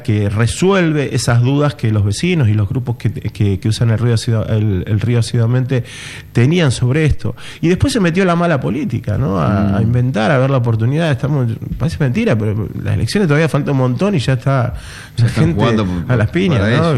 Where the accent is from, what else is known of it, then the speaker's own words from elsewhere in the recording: Rosario, Santa Fe, Argentina; No, la verdad que no viví en la ciudad, no tengo mucha, la verdad, pero sí venía y soy rosarino